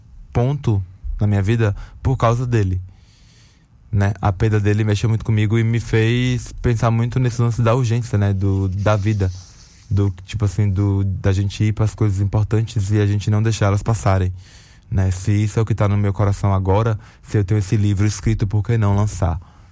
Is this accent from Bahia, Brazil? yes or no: yes; Alagoinhas, Bahia, Brazil; a gente é de Alagoinhas, né? Meu pai é de Tanquinho. A gente morava em Alagoinhas.